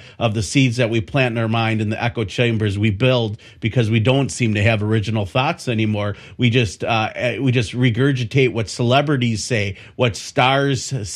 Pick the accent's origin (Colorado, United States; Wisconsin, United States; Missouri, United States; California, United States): Wisconsin, United States; Milwaukee; me and you have almost the same accent, because I'm from Milwaukee, Wisconsin there.